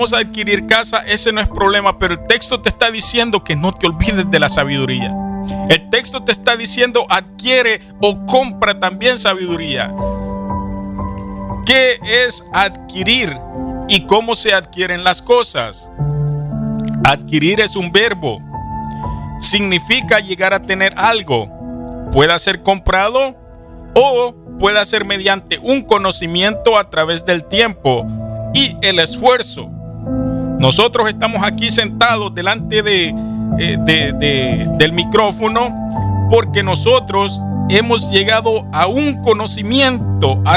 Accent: El Salvador; now in United States; Yo soy de la nacionalidad salvadoreño

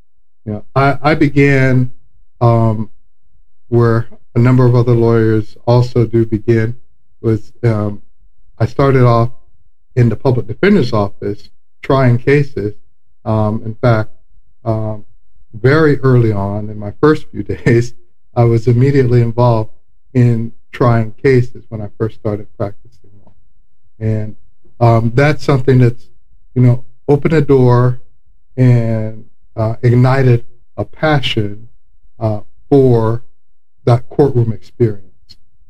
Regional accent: Florida, United States; So I'm from South Florida, so if you're able to pick up on that accent, kudos for you. Now, growing up in South Florida

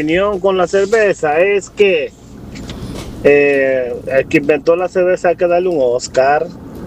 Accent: Dominican Republic; now in United States; Loco con la Presidente como dominicano al fin.

